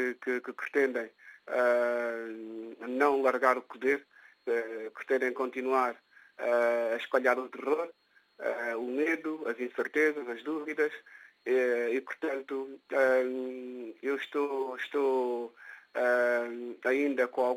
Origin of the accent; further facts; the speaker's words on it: Guinea-Bissau; born there; a Guiné-Bissau, é o meu país onde eu nasci, o país que me viu nascer.